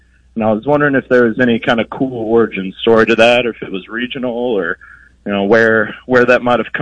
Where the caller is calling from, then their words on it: Nashville, Tennessee, United States; I'm calling from Nashville, Tennessee.